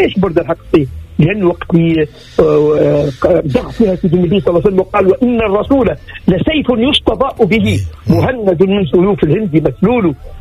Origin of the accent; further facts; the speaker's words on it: Tunisia; وتعرف احنا عندنا في تونس